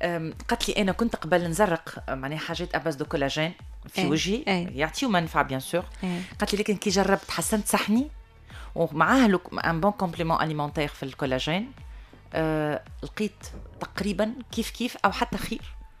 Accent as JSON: {"language": "Arabic", "country": "Tunisia", "said": "أنا نقولها معناتها منتها كمواطنة تونسية"}